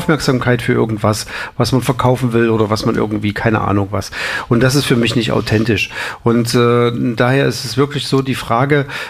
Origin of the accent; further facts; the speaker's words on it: Altenburg, Thuringia, Germany; ich bin ja auch kein reiner Sachse, wenn man das mal so will. Ja, ich bin ja aufgewachsen in Altenburg, das ist ja früher mal sicherlich Bezirk Leipzig gewesen und jetzt ja Thüringen.